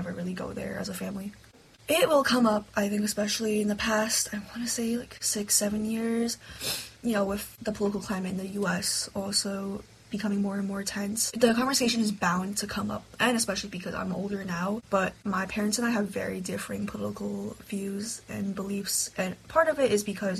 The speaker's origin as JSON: {"language": "English", "town": "Brooklyn", "region": "New York", "country": "United States", "tie": "born or raised there", "said": "growing up in Brooklyn, and where I went to high school, I'm pretty sure the racial demographic was, like, 60% Asians."}